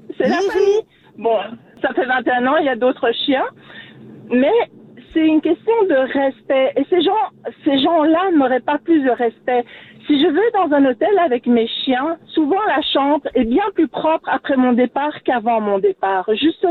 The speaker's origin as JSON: {"language": "French", "town": "Brussels", "region": "Brussels-Capital Region", "country": "Belgium", "tie": "born or raised there", "moved": "as an adult", "lives_now": "Quebec, Canada", "said": "Moi, je suis originaire de Bruxelles. Ça fait 21 ans que je suis au Québec"}